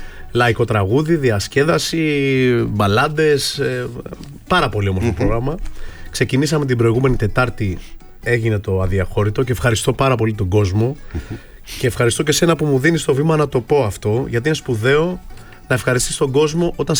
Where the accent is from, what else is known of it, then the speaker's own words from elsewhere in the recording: Aliveri, Central Greece, Greece; moved away; Γιατί είμαι από την Εύβοια, γεννήθηκα